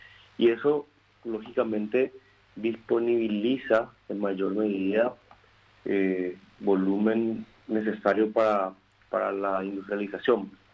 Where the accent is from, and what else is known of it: Paraguay